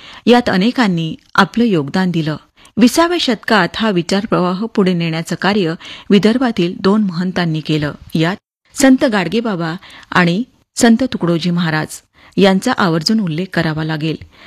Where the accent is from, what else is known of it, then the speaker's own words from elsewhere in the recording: Mozari, Maharashtra, India; moved away; आज मी मोठी झाले असले तरी माझ्या अस्तित्वाची नाळ या मोझरीच्या मातीशी जोडलेली आहे. मोझरी हे केवळ माझं गाव नाही, तर ते माझ्या आत्म्याचं, माझ्या श्वासाचं आणि माझ्या साहित्याचं चिरंतन माहेर आहे. या मातीत माझं बालपण गेलं